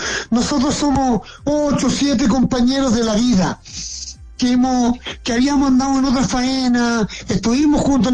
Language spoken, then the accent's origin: Spanish; Chile; pasaban muchas cosas por la cabeza de nosotros como mineros chilenos.